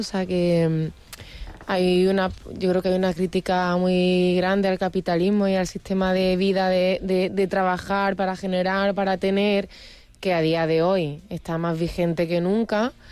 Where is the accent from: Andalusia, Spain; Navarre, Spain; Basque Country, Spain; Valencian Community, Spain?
Andalusia, Spain; Yo no lo digo porque encima como andaluza, lo siento, pero...